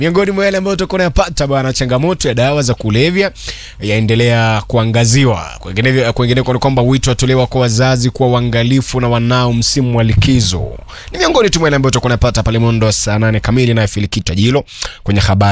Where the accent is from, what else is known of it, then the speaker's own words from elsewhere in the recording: Kimilili, Bungoma County, Kenya; Sasa mimi mwenyewe hapa nimetoka Kimilili.